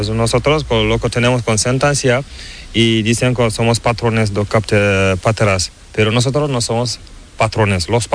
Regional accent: Mali; first language Pular; Spanish is a second language; moved away as an adult; now in Spain; Yo soy de Mali

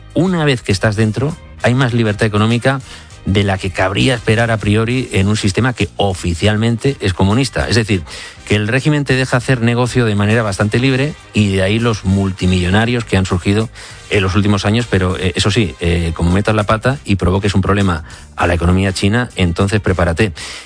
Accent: Mediterranean coast, Spain; born there; now in Madrid, Spain; a los que nacimos en el Mediterráneo, como canta … pero nos vinimos a vivir al interior

